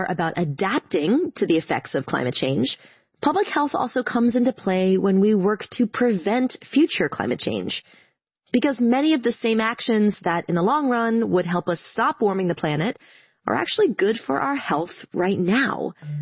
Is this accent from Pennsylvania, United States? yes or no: yes; Philadelphia, Pennsylvania, United States; I grew up and live in the Philadelphia area